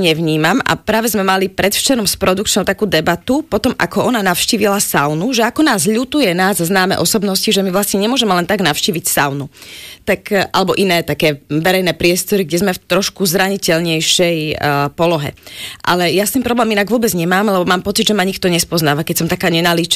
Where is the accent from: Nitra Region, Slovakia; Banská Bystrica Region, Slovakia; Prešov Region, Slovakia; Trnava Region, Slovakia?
Prešov Region, Slovakia; Prešov; born there; also born or lived in Košice; now in Bratislava, Slovakia; No momentálne asi v Bratislave. Aj keď veľa kamarátov mám stále v Prešove a Košice išli trošku do úzadia, keďže tam som prežila iba taký prvý rôčik svojho života